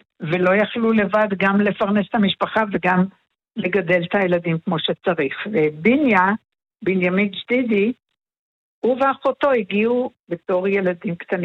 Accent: Menara, Northern District, Israel; born there; אנחנו גם גדלנו, אני בת קיבוץ גם גדלתי בתנאי פנימיה פחות או יותר, נכון? כי גדלנו בתי ילדים.

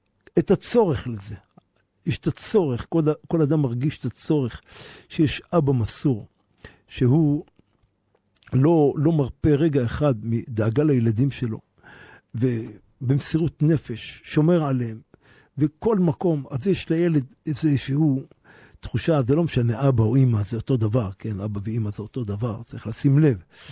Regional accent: Jerusalem, Jerusalem District, Israel; born or raised there

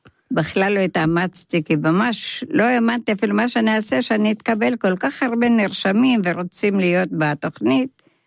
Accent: Rishon LeZion, Central District, Israel; born there; also born or lived in Gesher HaZiv; אני נולדתי בארץ בראשון, גרתי אצל סבא וסבתא

